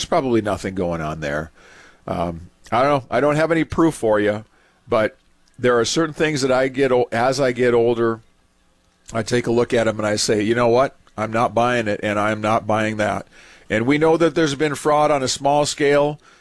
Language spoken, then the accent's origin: English; Minnesota, United States; now in Fargo, United States; always fun to get back to my home state.